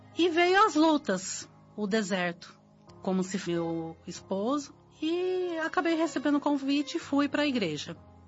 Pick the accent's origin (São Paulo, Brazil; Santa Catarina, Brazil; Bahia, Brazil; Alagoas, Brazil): São Paulo, Brazil; Capivari; sou da cidade de Capivari.